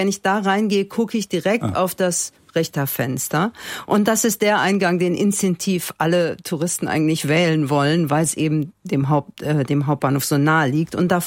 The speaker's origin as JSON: {"language": "German", "town": "Cologne", "region": "North Rhine-Westphalia", "country": "Germany", "said": "wie lange ich eigentlich schon auch als Kölnerin nicht mehr so zum Besichtigen"}